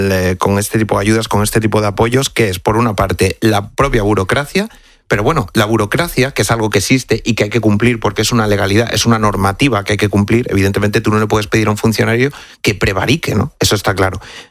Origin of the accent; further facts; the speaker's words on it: Talaván, Extremadura, Spain; mañana doy el pregón en mi pueblo, en Talaván, en la provincia de Cáceres.